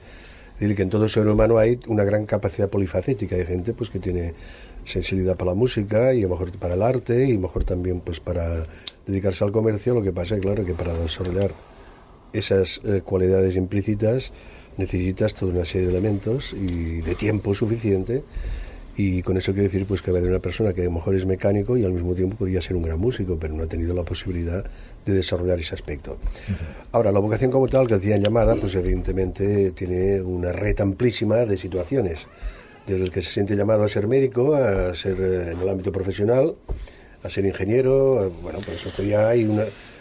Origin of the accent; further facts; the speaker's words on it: Aragon, Spain; digamos que soy maño.